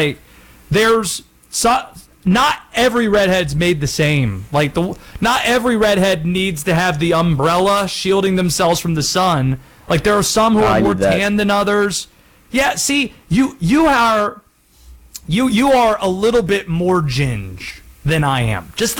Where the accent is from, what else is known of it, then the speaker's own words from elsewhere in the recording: Baltimore, Maryland, United States; born there; Some say that doesn't apply to Baltimore. I was born in Baltimore.